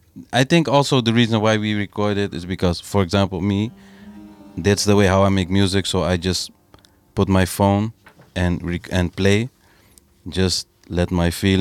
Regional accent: Rotterdam, South Holland, Netherlands; born and raised in Rotterdam, 35 years.

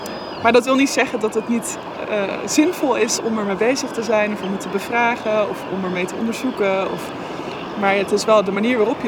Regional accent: Zevenaar, Gelderland, Netherlands; born there; Waar ik ben geboren, bij Arnhem, bij Zevenaar... daar is juist, zeg maar, alles super heftig gekanaliseerd. omdat die rivier eindeloze meanderingen maakt. Want het is gewoon bijna bij de grens van Duitsland. Het is precies waar de Fen, zeg maar, begint.

